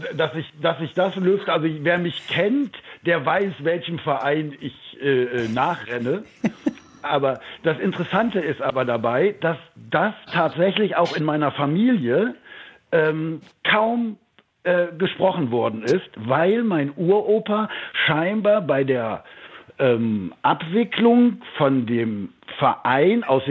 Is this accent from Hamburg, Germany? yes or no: no; Düsseldorf, North Rhine-Westphalia, Germany; ich bin gebürtiger Düsseldorfer